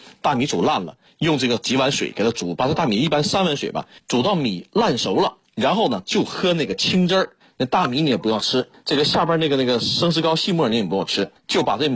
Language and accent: Chinese; Shenyang, Liaoning, China; 我老家沈阳